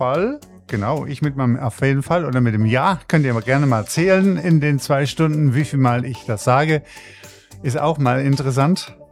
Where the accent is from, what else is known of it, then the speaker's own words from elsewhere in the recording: Hesse, Germany; ich bin ja ein Hesse, ich komme ja aus Hessen und ja, da babbelt man eben halt, ne?